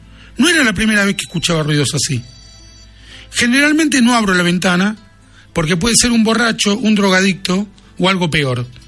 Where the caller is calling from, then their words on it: Buenos Aires, Argentina; de Boedo. Vivo en un PH, subiendo una escalera.